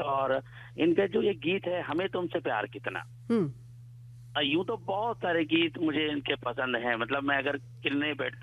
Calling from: Dhar, Madhya Pradesh, India; बात कर रहा हूँ … MP धार से।

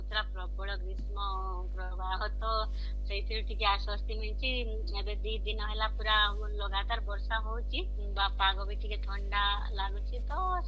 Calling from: Bargarh, Odisha, India; ଆଜ୍ଞା ନମସ୍କାର, ମୁଁ ବରଗଡ଼ରୁ

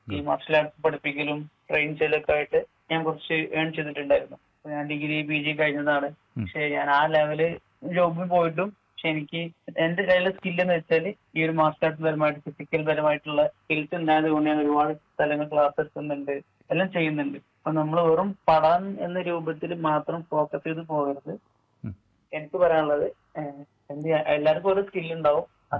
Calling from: Manjeri, Kerala, India; Manjeri Payyanad പിരാന്തൂർ.

